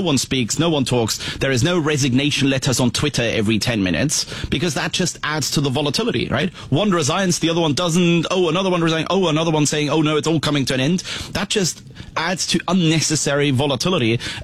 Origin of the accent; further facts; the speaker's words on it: Germany; moved away as an adult; now in United Kingdom; I come from Germany.